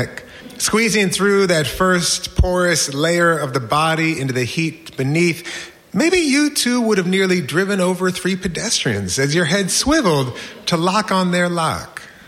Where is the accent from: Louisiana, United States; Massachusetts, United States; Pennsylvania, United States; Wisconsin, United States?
Pennsylvania, United States; But I grew up outside of Philadelphia.